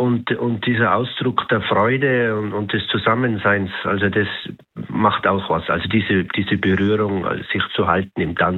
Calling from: Tyrol, Austria; ich bin aus Tirol hier

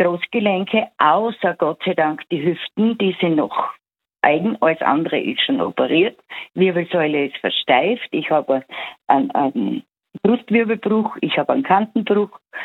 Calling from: Styria, Austria; ich bin aus der Steiermark.

